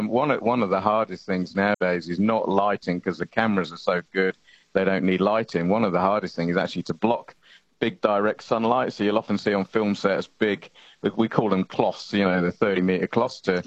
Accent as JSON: {"language": "English", "region": "England", "country": "United Kingdom", "said": "Very odd for me, because you can probably tell I'm English. Oh, I grew up watching it"}